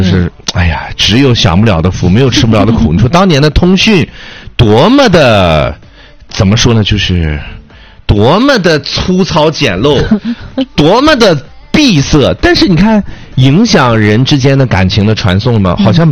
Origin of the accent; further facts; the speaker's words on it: Dalian, Liaoning, China; 我是大连人